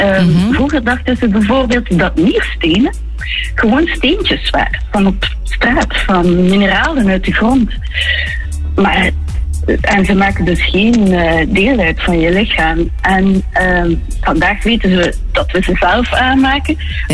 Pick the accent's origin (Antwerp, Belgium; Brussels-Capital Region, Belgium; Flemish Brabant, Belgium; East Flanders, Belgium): East Flanders, Belgium; Ghent; als echte Gentenaar hoef je daar niet altijd te staan.